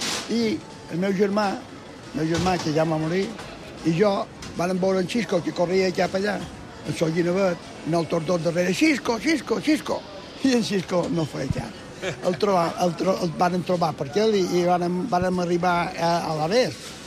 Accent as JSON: {"language": "Catalan", "town": "Palma", "region": "Balearic Islands", "country": "Spain", "tie": "born there", "said": "Quan vaig començar a caminar, ma mare pelava peus i jo estava a 50 metres de la nave de xocs, de l'escorxador de Palma."}